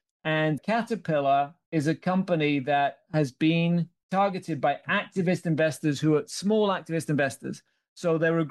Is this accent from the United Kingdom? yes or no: yes; United Kingdom; As a Brit, you know, I'm kind of fed up of talking about Brexit